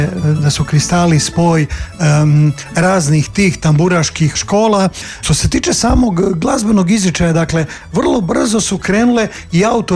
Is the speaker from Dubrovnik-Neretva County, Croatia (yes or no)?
no; Vukovar-Srijem County, Croatia; ja sam iz Stolice